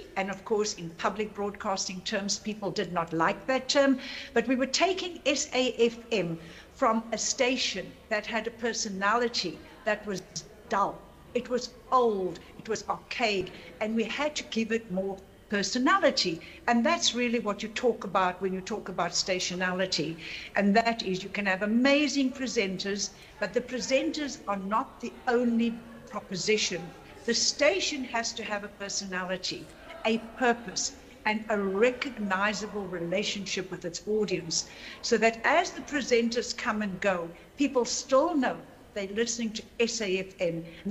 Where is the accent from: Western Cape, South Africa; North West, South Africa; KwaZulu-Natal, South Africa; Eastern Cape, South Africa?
Eastern Cape, South Africa; I'm not from Gauteng. I'm from the Eastern Cape.